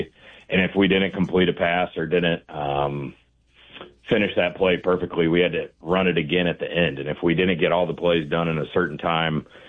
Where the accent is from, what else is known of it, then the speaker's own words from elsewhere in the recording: Springfield, Illinois, United States; growing up in Springfield